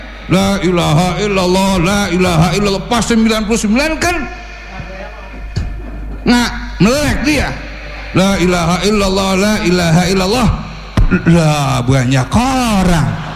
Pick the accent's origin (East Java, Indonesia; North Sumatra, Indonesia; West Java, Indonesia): West Java, Indonesia; Ya saya kan orang Betawi pinggiran Pak. Tadi kata MC saya orang Jakarta. Padahal sih gak tapi Jakarta saya. Gak tapi Jakarta saya. KTP saya DK Bekasi.